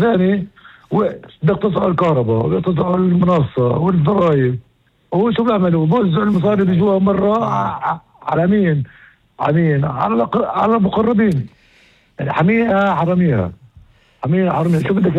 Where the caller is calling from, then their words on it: the north, Israel; من الشمال.